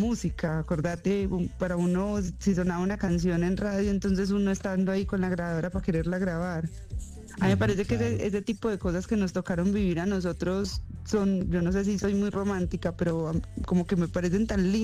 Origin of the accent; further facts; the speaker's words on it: Antioquia, Colombia; cuando me dicen qué es lo que a mí me identifica como paisa, para mí es la resiliencia. Yo pienso que como colombiana y como país es la resiliencia.